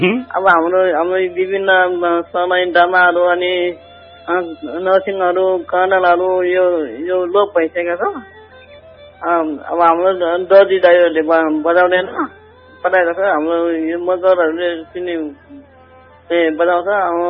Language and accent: Nepali; Myagdi, Gandaki Province, Nepal; now in Pokhara, Nepal; म्याग्दी हो।